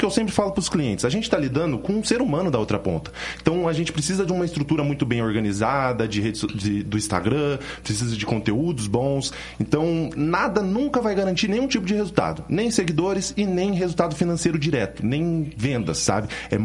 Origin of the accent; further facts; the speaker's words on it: Pinhais, Paraná, Brazil; also born or lived in Curitiba; eu sou nascido em Curitiba, mas foi viver a minha vida toda, basicamente, em Pinhais, região metropolitana, do ladinho ali. Cidade maravilhosa, que eu tenho uma paixão enorme.